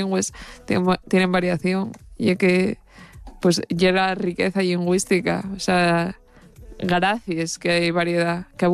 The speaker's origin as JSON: {"language": "Spanish", "region": "Asturias", "country": "Spain", "tie": "born or raised there", "said": "yo nunca he sentido eso en mi vida y soy asturiana de toda la vida."}